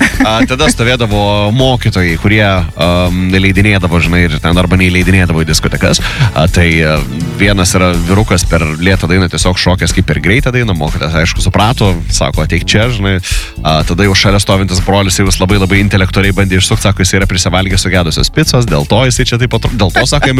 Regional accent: Šiauliai, Šiauliai County, Lithuania; now in Klaipėda, Lithuania; niekada neišsižadėsiu ir visą laiką sakysiu, kad esu kilęs iš Šiaulių, žinai, bet esu dabar labiau klaipėdėtis negu šiaulietis.

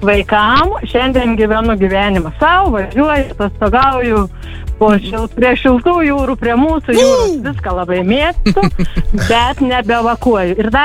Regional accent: Samogitia, Lithuania; kaip mes žemaičiai sakom

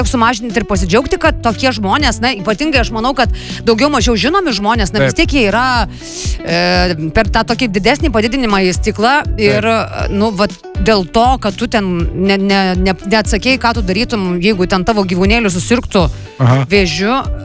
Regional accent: Jurbarkas, Tauragė County, Lithuania; Aš iš Jurbarko.

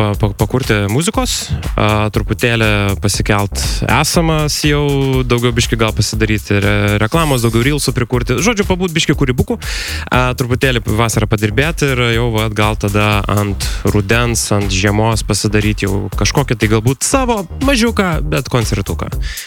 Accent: Šeduva, Šiauliai County, Lithuania; Aš jau esu iš Šeduvos.

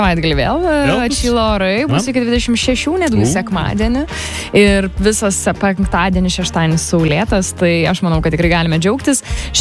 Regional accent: Marijampolė, Marijampolė County, Lithuania; Tai gal dėl to, kad vat, aš iš Marijampolės buvau.

